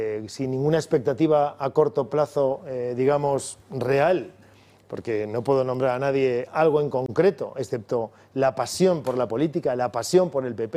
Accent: Valencian Community, Spain; Es lo más hermoso desde el punto de vista de la noble tarea de la política que como valenciano se puede ser.

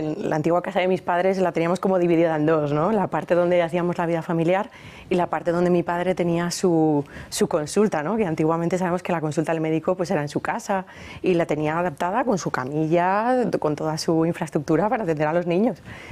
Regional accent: Valencia, Valencian Community, Spain; sí, vivíamos en Valencia

